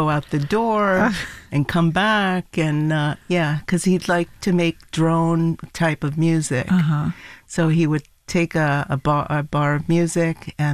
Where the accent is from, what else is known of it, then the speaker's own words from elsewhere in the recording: New York City, New York, United States; also born or lived in Buenos Aires, Argentina; now in Los Angeles, United States; My parents emigrated to the United States when I was about 2.5 years old. We went to New York, so I grew up in New York City and in Buenos Aires.